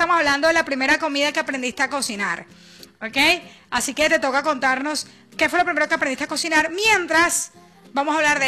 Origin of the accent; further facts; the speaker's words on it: Venezuela; yo soy venezolana.